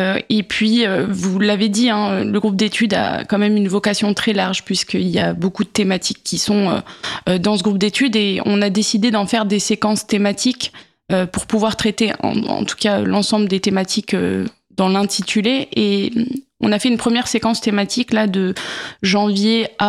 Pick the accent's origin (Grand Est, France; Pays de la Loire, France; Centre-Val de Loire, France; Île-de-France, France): Grand Est, France; Étain; moved away as an adult; now in Lyon, France; Moi, j'ai commencé au conseil municipal des jeunes de ma petite ville de Meuse à Étain, dont je suis originaire, puisque je suis partie de la Meuse après mon baccalauréat pour faire mes études à Lyon.